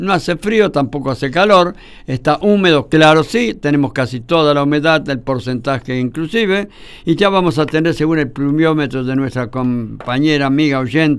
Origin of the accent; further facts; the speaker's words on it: Lanús, Buenos Aires Province, Argentina; y vivíamos en Lanús. Así que fui criado en Lanús y la primaria le hice en Lanús